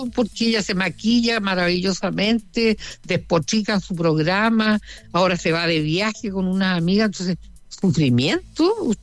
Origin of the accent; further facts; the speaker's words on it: Puerto Montt, Los Lagos, Chile; born there; yo nací en Portomón el año 43.